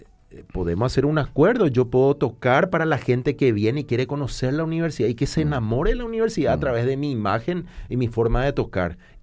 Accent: Paraguay; Y yo soy de Paraguay.

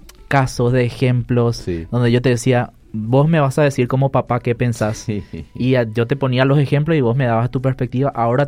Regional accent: Paraguay; first language Guarani; Spanish is a second language; nuestra lengua materna, que es el guaraní.

